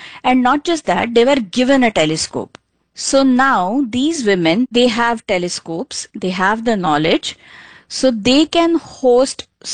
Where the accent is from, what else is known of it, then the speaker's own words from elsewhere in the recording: Mumbai, Maharashtra, India; being a city girl, I'm born and brought up in Mumbai.